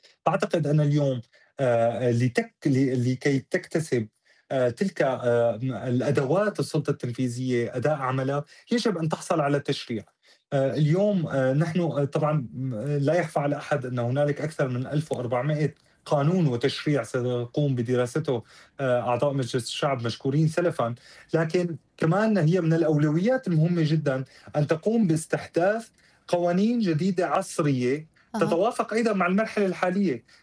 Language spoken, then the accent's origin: Arabic; Syria; نحتاج إلى قضاء يحمينا كسوريين وسوريات، وأن يكون هذا القضاء هو قضاء سوريا الجديدة.